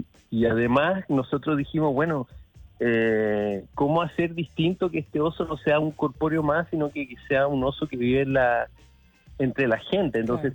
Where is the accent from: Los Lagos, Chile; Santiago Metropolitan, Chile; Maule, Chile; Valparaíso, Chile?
Valparaíso, Chile; Viña del Mar; yo que soy de Viña